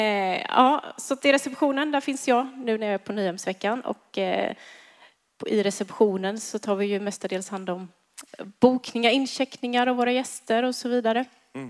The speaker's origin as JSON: {"language": "Swedish", "town": "Habo", "region": "Jönköping County", "country": "Sweden", "tie": "born or raised there", "said": "Och jag är uppvuxen i Habo."}